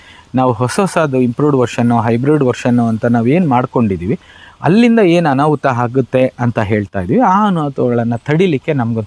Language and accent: Kannada; Mysore, Karnataka, India; born or raised there